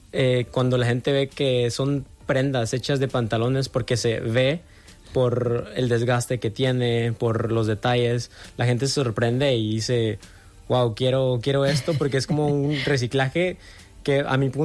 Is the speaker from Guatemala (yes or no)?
yes; Guatemala; Yo soy de Guatemala, tengo esta marca que se llama Defense